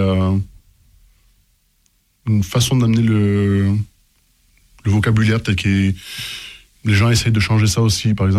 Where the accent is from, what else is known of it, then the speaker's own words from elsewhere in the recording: France; moi je suis Manouche, de famille française … Donc on est là, il y a des registres en mairie qui attestent qu'on est là depuis les années 1400 et quelques